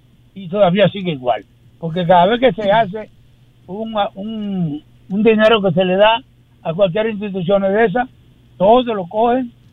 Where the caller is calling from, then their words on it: Dominican Republic; yo me avergüenzo como dominicano